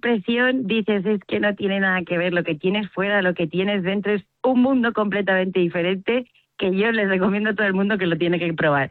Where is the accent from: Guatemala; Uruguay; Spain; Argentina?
Spain; Madrid, Community of Madrid